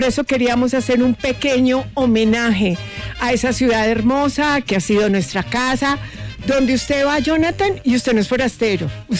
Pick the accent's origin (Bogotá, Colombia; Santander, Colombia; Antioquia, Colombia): Antioquia, Colombia; Y me va a permitir decir algo porque yo soy